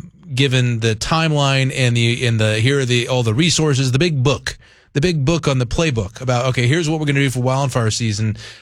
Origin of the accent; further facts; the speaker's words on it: Virginia, United States; moved away; growing up in Virginia